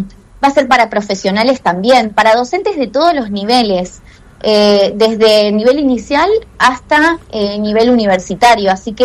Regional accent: Ceres, Santa Fe, Argentina; now in Buenos Aires, Argentina; yo soy santafesina, soy de Ceres, del norte de la provincia. Pero bueno, ya hace unos años viviendo en Buenos Aires

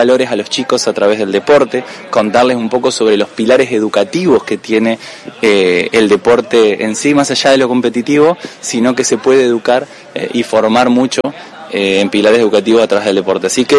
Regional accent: Santa Fe, Argentina; como santafesino, realmente habiendo vivido y hecho toda mi vida acá, en este lugar, acá cerquita, en la pista del CAR de Santa Fe

